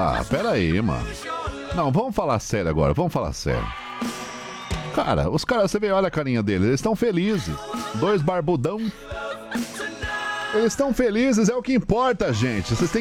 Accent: Lages, Santa Catarina, Brazil; E eu sou de Lages, ô vagabundo.

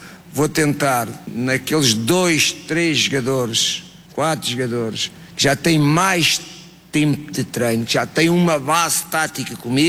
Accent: Portugal; Sou português, amo o meu país.

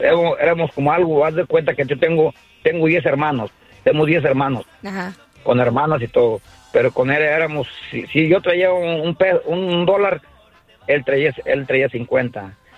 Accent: Michoacán, Mexico

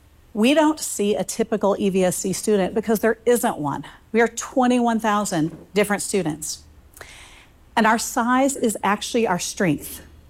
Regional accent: Evansville, Indiana, United States; I was born in Evansville and raised on the southeast side by my great-grandparents.

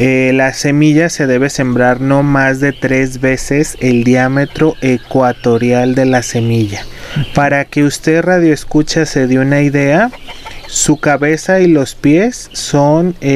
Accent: Mexico; nos da identidad como mexicanos

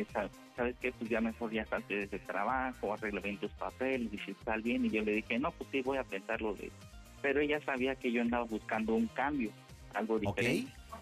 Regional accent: Toluca, State of Mexico, Mexico

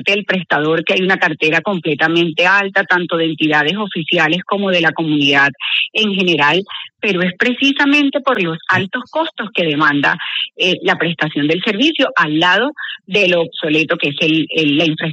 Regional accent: Caribbean Region, Colombia

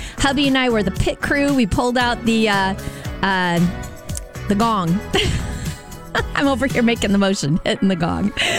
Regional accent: Metamora, Illinois, United States; I grew up in Metamora. I'm a Redbird through and through, on the same street as the high school.

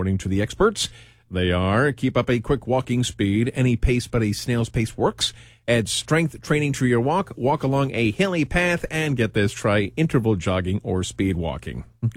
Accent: New York, United States; Definitely not a country man. I grew up on Long Island, for crying out loud. Smack dab right next to Kennedy Airport. Not very country.

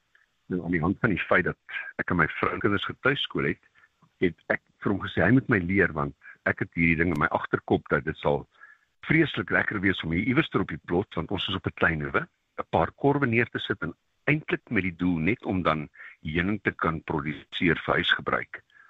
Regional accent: Nigel, Gauteng, South Africa; also born or lived in Alberton; ek het aanvanklik in Alberton was op laerskool en van daar het my ouers verhuis na Nigel

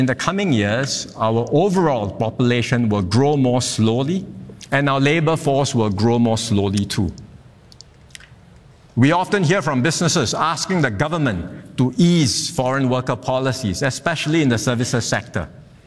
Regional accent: Singapore

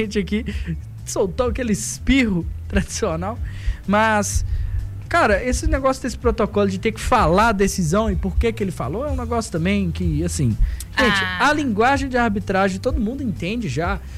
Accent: Brazil; A gente nasceu aqui no Brasil

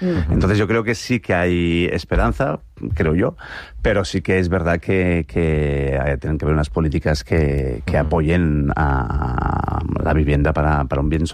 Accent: Valencian Community, Spain

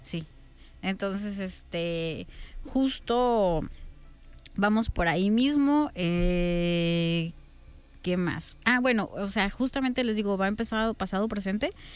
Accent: Mexico

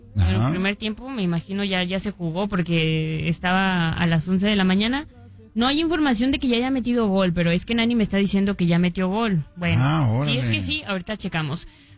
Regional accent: El Oro, State of Mexico, Mexico; Así es, se llama El Oro, está como a 2 horas de Toluca.

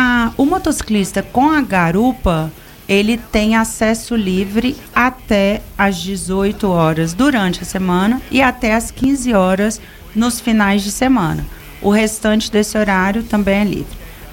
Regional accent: Goiânia, Goiás, Brazil; moved away as an adult; now in Brasília, Brazil; Eu sou de Goiânia, vocês falaram que é de Minas, eu sou de Goiânia, amo ter nascido lá. Mas Brasília, eu vim para cá com 20 e poucos anos, Brasília se tornou a minha cidade do coração.

